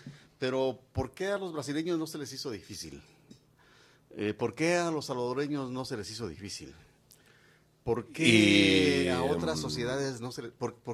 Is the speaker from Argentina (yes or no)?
no; Guatemala; así como somos la sociedad guatemalteca